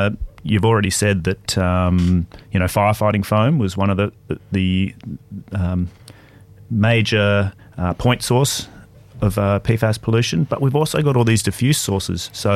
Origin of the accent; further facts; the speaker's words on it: Pierce's Creek, New South Wales, Australia; Yeah, I was born and raised in Pierce's Creek, which is just up the hills.